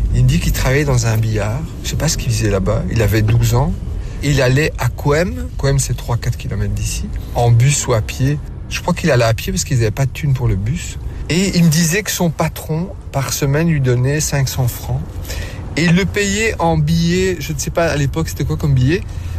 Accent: Wallonia, Belgium; Mes parents, ils sont italiens, ça c'est sûr. Comme moi, je suis italien, mais je suis belge aussi, tu comprends?

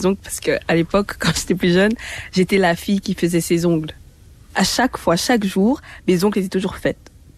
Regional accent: Brussels, Brussels-Capital Region, Belgium; je gère la langue juste en tant que bruxelloise bilingue, mais l'anglais est tellement plus naturel pour moi. Aussi parce que moi aussi, j'ai grandi avec beaucoup de télé américaine et les chansons aussi en anglais

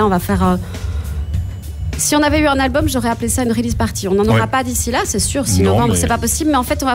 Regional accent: Saint-Léger, Wallonia, Belgium; On joue dans mon fief, de là où je suis originaire, en Gaume, le 2 octobre. Ouais, 2 octobre à Saint-Léger. C'est vraiment mon patelin de naissance.

